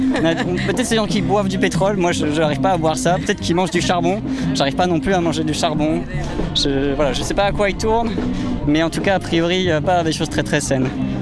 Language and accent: French; Saclay, Île-de-France, France; Nous, on vient de Saclay.